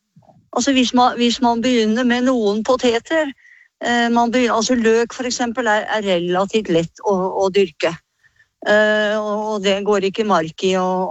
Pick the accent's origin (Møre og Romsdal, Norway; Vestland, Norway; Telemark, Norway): Telemark, Norway; Skien; jeg har vokst opp midt i Skien